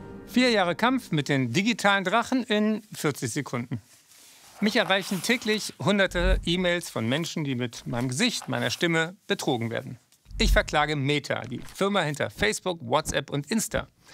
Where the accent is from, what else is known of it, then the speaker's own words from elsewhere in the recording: Berlin, Germany; Ich bin ein Berliner Original